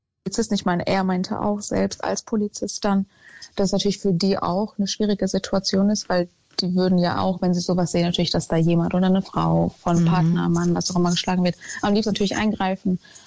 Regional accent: Hesse, Germany; Ja, tatsächlich, ich komme ursprünglich aus dem Taunus

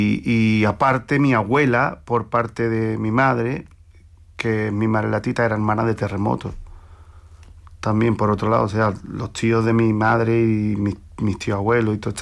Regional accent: Jerez de la Frontera, Andalusia, Spain; Estuvimos todos los guitarristas que somos de Jerez

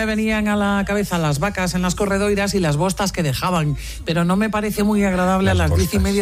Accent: Ferrol, Galicia, Spain; en Ferrol, donde yo nací, había parques y jardines y estas cosas

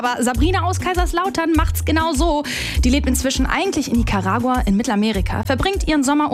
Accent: Greece; als Griechin

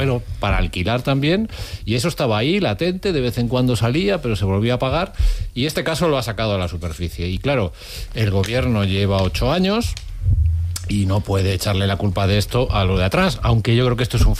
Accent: Vigo, Galicia, Spain; soy de Vigo.

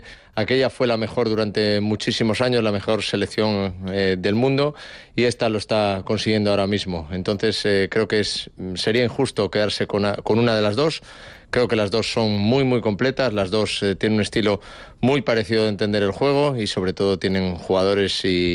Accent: Oviedo, Asturias, Spain; born there; moved away; la selección vuelva a mi tierra, vuelva a jugar en Oviedo.

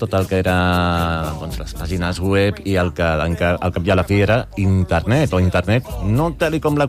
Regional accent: Barcelona, Catalonia, Spain; allà al meu barri, al Carmel.

